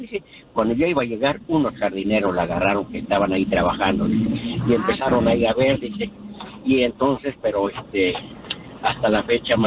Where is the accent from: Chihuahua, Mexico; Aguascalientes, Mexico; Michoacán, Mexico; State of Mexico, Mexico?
State of Mexico, Mexico; Nicolás Romero; now in Los Angeles, United States; Bueno, yo pues soy del Estado de México, Nicolás Romero, Estado de México. Tengo 32 años aquí en Los Ángeles.